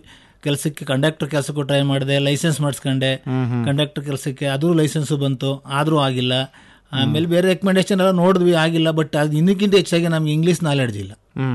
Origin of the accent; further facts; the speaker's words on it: Mandya district, Karnataka, India; moved away as an adult; also born or lived in Bengaluru; now in Mysuru, India; ಹರಗಿನ ನನ್ನ ಊರು ಹರಗಿನಮೇಳೆ, ತಗ್ಗಳ್ಳಿ ದಾಖಲೆ, ಕೊಪ್ಪ ಹೋಬಳಿ, ಮದ್ದೂರು ತಾಲೂಕು, ಮಂಡ್ಯ ಡಿಸ್ಟಿಕ್ಕಲ್ಲಿ ರೈತ ಕುಟುಂಬದಿಂದ ಬಂದಂಥವನು. ಹೆಚ್ಚಿಗೆ ನಮ್ಮ ಹಳ್ಳಿಯಿಂದ ಬಂದಂಥ ನಾವು ಗ್ರಾಮೀಣ ಪ್ರತಿಭೆ.